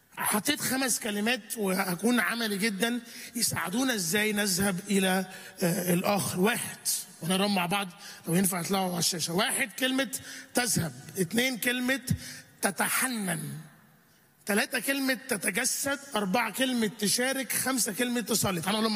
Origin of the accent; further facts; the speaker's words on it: Egypt; حاسس دول عندنا في مصر هم دول بس اللي موجودين.